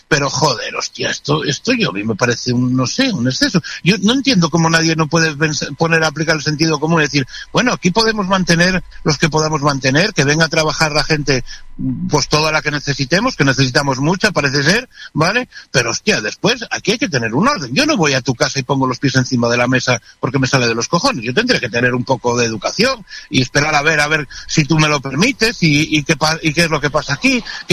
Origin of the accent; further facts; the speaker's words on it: Spain; A mí, como español, me da vergüenza.